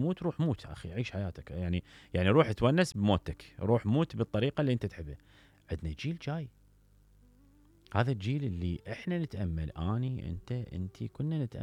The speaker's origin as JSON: {"language": "Arabic", "region": "Southern Iraq", "country": "Iraq", "said": "انا بجنوب العراق"}